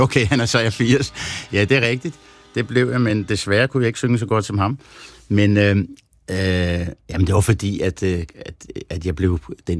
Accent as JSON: {"language": "Danish", "town": "Copenhagen", "region": "Capital Region of Denmark", "country": "Denmark", "tie": "born there", "said": "jeg kommer fra Christianshavn der, da vi flyttede til, da jeg var 8 år. Og det var i den tid der fra 60'erne"}